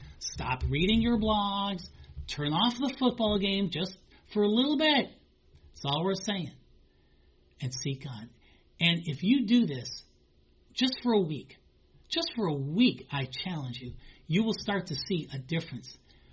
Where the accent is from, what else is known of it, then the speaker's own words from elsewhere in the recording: Chicago, Illinois, United States; I grew up in the Chicago area, Illinois, and boy, we had long winters.